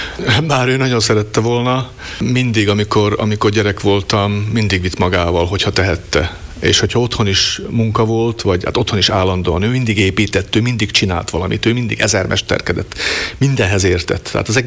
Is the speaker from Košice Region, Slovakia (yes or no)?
yes; Košice Region, Slovakia; born or raised there; moved away as an adult